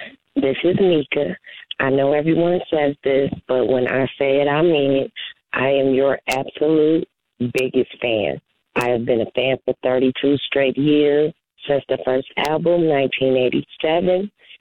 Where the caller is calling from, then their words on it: South Bend, Indiana, United States; I'm calling from South Bend.